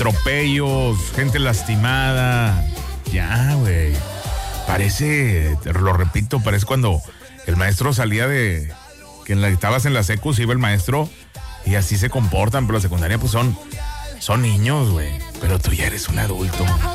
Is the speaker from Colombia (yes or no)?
no; Mexico